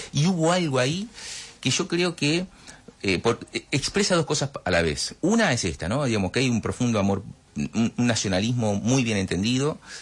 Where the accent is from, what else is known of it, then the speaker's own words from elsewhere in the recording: Mar del Plata, Buenos Aires Province, Argentina; moved away as an adult; now in Buenos Aires, Argentina; Yo soy de Mar del Plata, vine a vivir a Buenos Aires hace 20 años.